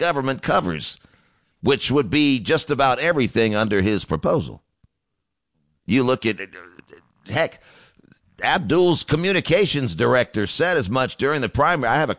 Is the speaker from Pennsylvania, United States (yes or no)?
no; Atlanta, Georgia, United States; My parents sent me to the best private school in the South when I was growing up in Atlanta.